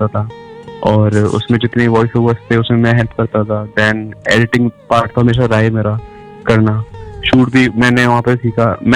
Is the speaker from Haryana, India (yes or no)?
yes; Faridabad, Haryana, India; और मैं फरीदाबाद का रहने वाला हूँ और मैं पिछले 7 साल से अपने मीडिया फील्ड में काम कर रहा हूँ।